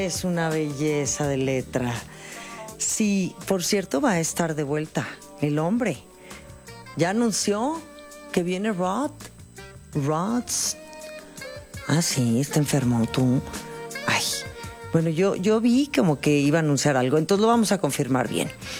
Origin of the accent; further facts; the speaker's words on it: Mexico; oye, ¿y entonces qué somos, Pues mexicanos, ¿no?